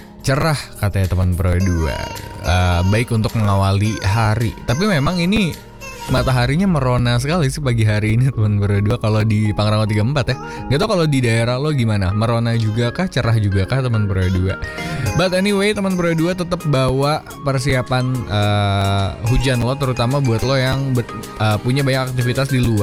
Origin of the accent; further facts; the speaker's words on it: Bogor, West Java, Indonesia; Sebagai warga Bogor sejati